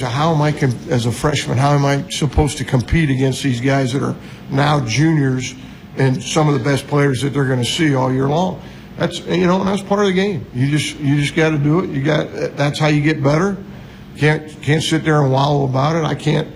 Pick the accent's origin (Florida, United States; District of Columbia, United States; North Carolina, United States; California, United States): Florida, United States; moved away as an adult; also born or lived in Mount Vernon, Iowa; now in Iowa, United States; I grew up in South Florida, came to Cornell College as a player, and over in Mount Vernon, Iowa